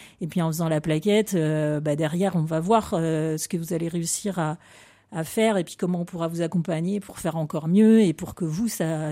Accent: Sainte-Hermine, Pays de la Loire, France; also born or lived in Luçon; moi, je suis de Saint-Hermine.

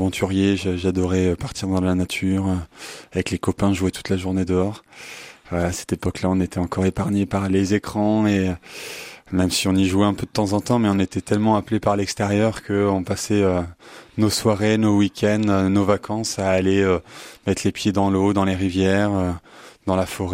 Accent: Bourgogne-Franche-Comté, France; je viens d'un petit village au fond de la campagne nivernaise. J'ai 33 ans.

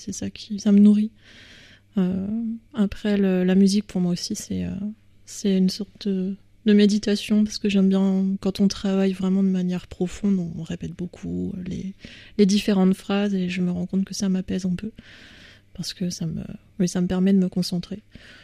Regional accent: Metz, Grand Est, France; born there; Je suis née à Metz, effectivement.

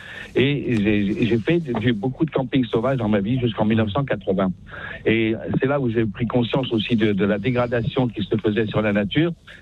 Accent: Tataouine, Tataouine Governorate, Tunisia; born there; also born or lived in Black Forest, Germany; mais je suis né en Tunisie, c'est comme ça, mon père était militaire, et j'ai vécu dans un petit village au bord du désert, qui s'appelle Funtataouin.

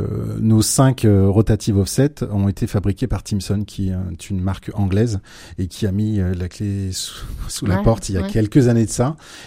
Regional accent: Hauts-de-France, France; moi, je viens de l'Oise, hein, le week-end, ma maison est sur Amiens, mais je découvre l'Orne semaine après semaine depuis 7 mois.

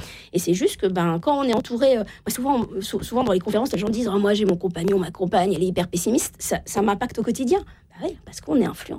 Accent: Normandy, France

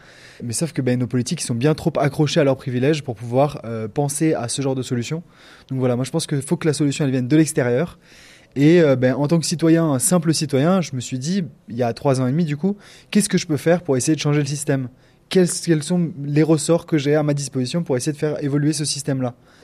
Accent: Villeurbanne, Auvergne-Rhône-Alpes, France; born there; mais moi, je suis né à Villeurbanne.

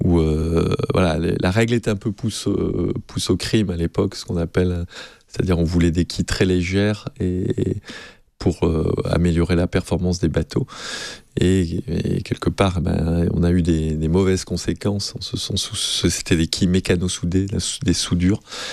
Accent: Nice, Provence-Alpes-Côte d'Azur, France; en tant que petit niçois, vous l'avez compris, les Magnoliards, Raoul Dufy, rien ne me prédestinait à devenir navigateur professionnel

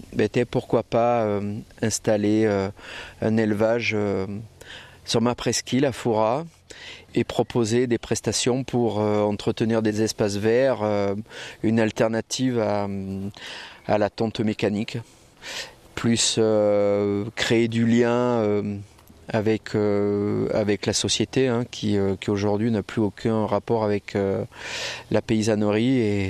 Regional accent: Italy; now in France; dans mon pays d'origine, en Italie, vraiment à la frontière dans les Alpes du Mercantour.

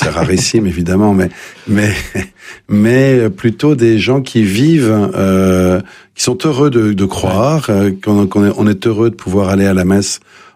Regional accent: Paris, Île-de-France, France; moved away as an adult; now in Lille, France; Vous savez, je suis un Parisien indécrottable, j'ai vécu 54 ans à Paris, j'imaginais pas qu'on puisse respirer de l'oxygène ailleurs

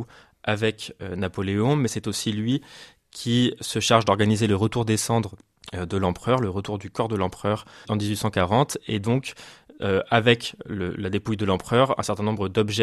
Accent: Paris, Île-de-France, France; moved away as an adult; now in Châteauroux, France; J'ai grandi à Paris

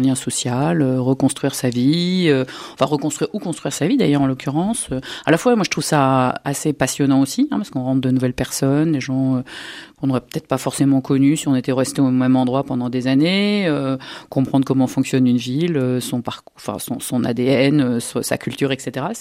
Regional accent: France; Je viens du Sud-Ouest, je me suis mariée avec un Alsacien.

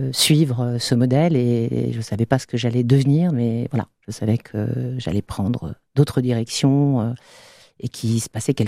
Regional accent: Puteaux, Île-de-France, France; born there; je suis née en 1971 à Puteaux, un département des Hauts-de-Seine, dans une famille immigrée, très modeste, au régime plutôt patriarcal, pas très ouvert sur le monde.

